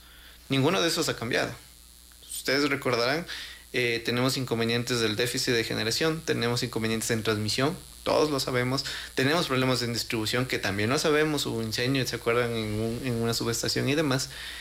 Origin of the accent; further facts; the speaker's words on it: Ecuador; Como ecuatoriano no lo quiero